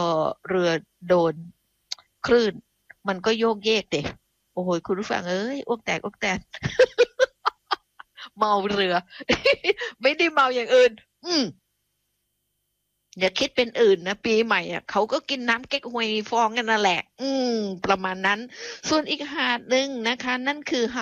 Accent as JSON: {"language": "Thai", "region": "Phuket", "country": "Thailand", "tie": "born or raised there"}